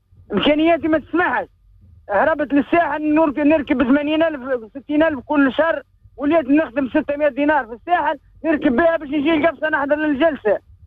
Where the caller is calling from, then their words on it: Gafsa Governorate, Tunisia; أنا نكلم فيك من قفصة، ما خرجت، نكلم فيكم بوعمران.